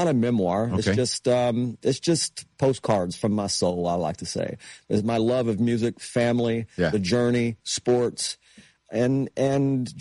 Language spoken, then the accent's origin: English; Tennessee, United States; And that was me growing up in East Tennessee.